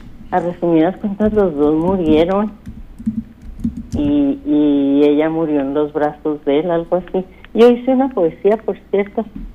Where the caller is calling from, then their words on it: Hidalgo del Parral, Chihuahua, Mexico; Del Centro Histórico de Parral, Chihuahua.